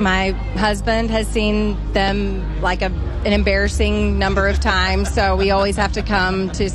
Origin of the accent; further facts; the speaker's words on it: Lexington, United States; from Lexington.